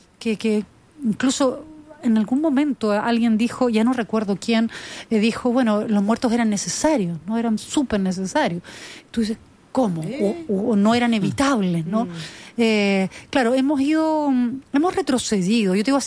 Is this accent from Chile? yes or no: yes; Chile